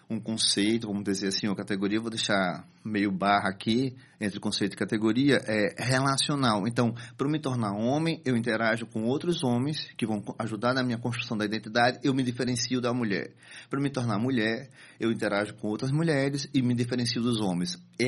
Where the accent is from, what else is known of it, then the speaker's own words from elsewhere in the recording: Northeast Region, Brazil; accent: nordestino (Northeastern Brazilian); also born or lived in South of Brazil; Provavelmente também por conta do meu sotaque nordestino